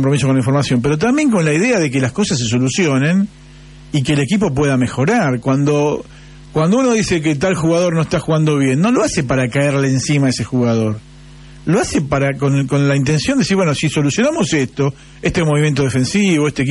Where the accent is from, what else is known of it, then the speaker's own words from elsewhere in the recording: Argentina; somos argentinos, somos hinchas de la selección.